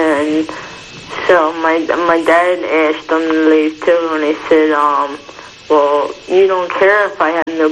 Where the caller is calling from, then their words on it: Darby, Pennsylvania, United States; Up at Darby, Delaware County